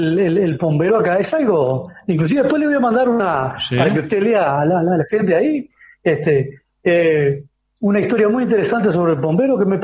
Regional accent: Uruguay; now in Paraguay

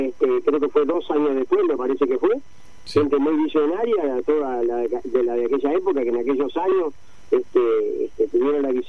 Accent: Uruguay; desde chico de la escuela, que lo mejor que tenemos es el puerto

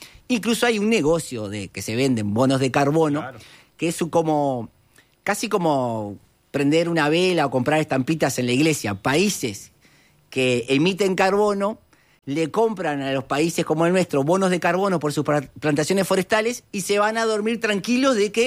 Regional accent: Uruguay

